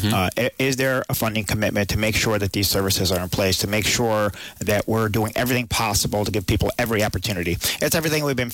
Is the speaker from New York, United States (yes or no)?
yes; Rotterdam, New York, United States; just opened up a new day hab right in my hometown of Rotterdam.